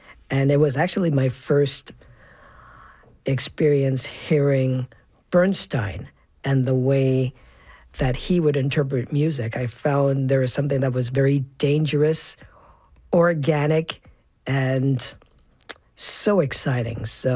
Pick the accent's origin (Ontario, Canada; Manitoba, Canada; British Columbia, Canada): Ontario, Canada; Toronto; this is my music. I was born and raised in Toronto.